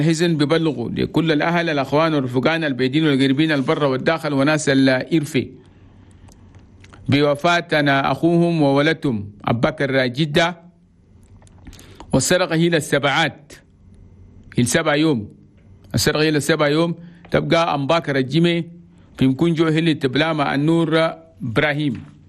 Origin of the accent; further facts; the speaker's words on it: Chad; أنا بلدنا تشاد بلد توماي